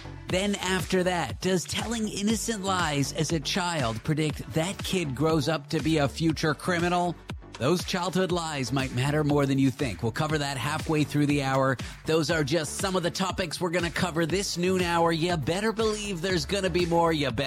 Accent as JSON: {"language": "English", "country": "Canada", "said": "because I am Canadian"}